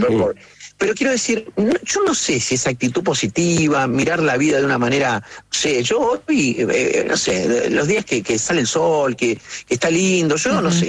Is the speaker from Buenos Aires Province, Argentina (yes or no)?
no; Córdoba, Argentina; born there; En la ciudad de Córdoba.